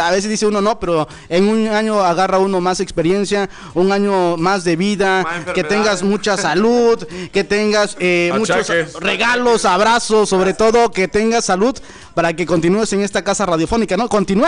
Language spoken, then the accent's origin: Spanish; Mexico; pero como buen mexicano, la esperanza y la ilusión que nos dieron la selección, pues...